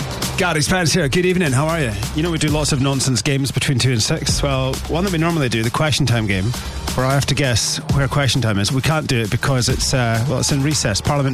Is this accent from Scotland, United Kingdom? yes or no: yes; Inverness, Scotland, United Kingdom; Because I've got to keep Inverness. It's my hometown.